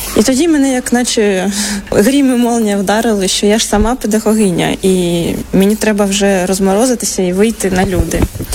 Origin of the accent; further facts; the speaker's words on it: Dnipro, Dnipropetrovsk Oblast, Ukraine; moved away as an adult; now in Moldova; приїхала з України у 22-му році. Я сама з Дніпра, з центру України, але через війну вимушена була приїхати сюди.